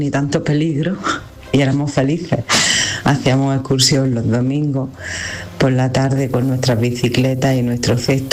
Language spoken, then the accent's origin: Spanish; Andalusia, Spain; era muy pequeña, igual tenía 8 o 9 años, y recorría las calles de mi pueblo, de Belmé, en la provincia de Córdoba, con mis amigas.